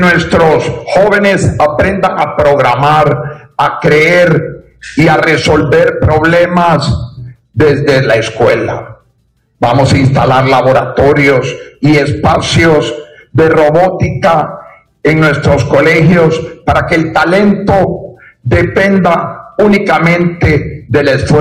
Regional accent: Honduras; Somos buenos los hondureños.

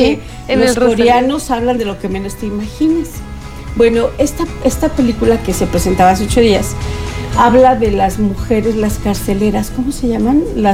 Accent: Querétaro, Mexico; Cuando saben que somos queretanos, ya no salimos.

